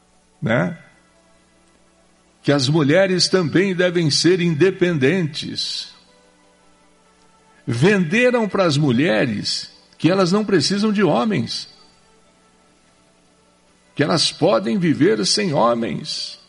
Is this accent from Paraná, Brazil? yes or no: yes; Santo Antônio da Platina, Paraná, Brazil; born there; Morei na fazenda do Valmor, lá na região ali de Santo Antônio da Platina. Morei lá na fazenda do Valmor, lá.